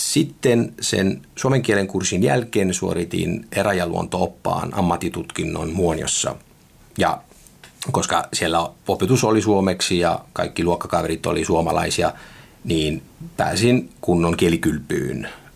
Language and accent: Finnish; Arezzo, Tuscany, Italy; first language Italian; Finnish is a second language; moved away as an adult; now in Rovaniemi, Finland; kotikaupunkini Arezzon joukkueen seuraamiseen.